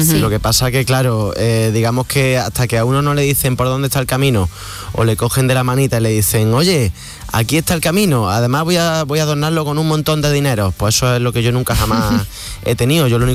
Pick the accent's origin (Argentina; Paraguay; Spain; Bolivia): Spain; Córdoba, Andalusia; me encanta Cádiz, pero yo soy de Córdoba.